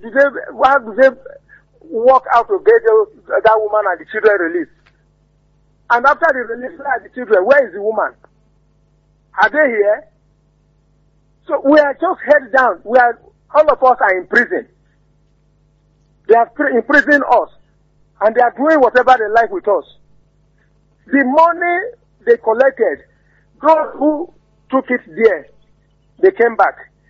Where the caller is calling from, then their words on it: Nigeria; I'm calling from Ologuero.